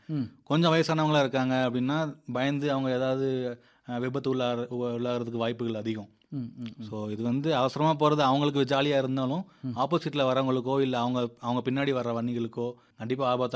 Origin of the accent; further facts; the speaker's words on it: Aruppukottai, Tamil Nadu, India; now in Dindigul, India; நான் அருப்புக்கோட்டை, என்னோட சொந்த ஊர். வேலை பார்க்கறது திண்டுக்கல்ல.